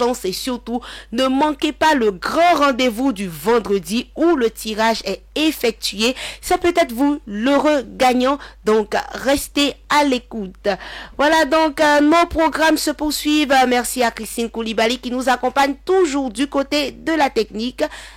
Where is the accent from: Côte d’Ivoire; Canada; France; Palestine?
Côte d’Ivoire; Chez nous, en Côte d'Ivoire